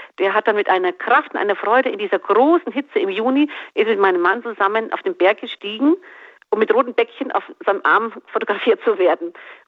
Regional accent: Medjugorje, Federation of Bosnia and Herzegovina, Bosnia & Herzegovina; now in Germany; sind wir zusammen mit ihr in meine Heimat, meine Eltern nach Bosnien-Herzegowina, nach Medjugorje.

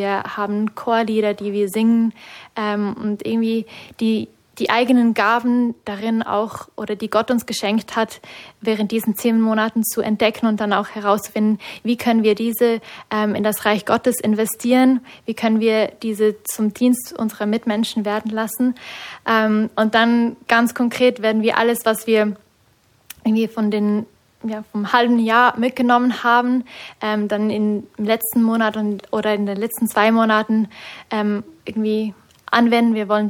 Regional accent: Switzerland; accent: Swiss German; first language Swiss German; German is a second language; auch gerade weil es noch Hochdeutsch ist und meine Muttersprache eigentlich Schweizerdeutsch ist.

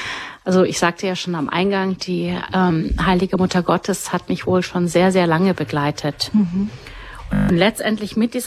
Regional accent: Bavaria, Germany; moved away as an adult; also born or lived in United States; now in Rhineland, Germany; berufsbedingt durch meinen Mann, kamen hier ins Rheinland. Das war mir als Bayer irgendwie alles ganz fremd.

